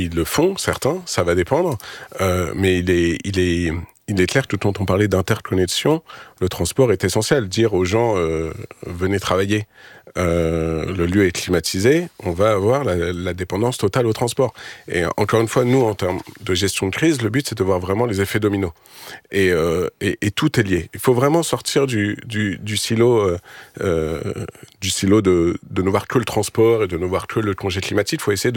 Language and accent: French; Paris, Île-de-France, France; born there; parce que je suis parisien de naissance